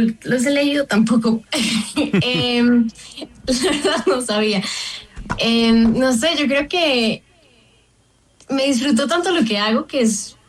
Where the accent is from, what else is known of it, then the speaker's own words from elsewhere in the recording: Medellín, Antioquia, Colombia; moved away as an adult; also born or lived in Durban, South Africa / Cape Town, South Africa; now in Bogotá, Colombia; estuve en Ciudad del Cabo también un tiempo, cinematografía. Y me devolví y crecí en Medellín con mi mamá.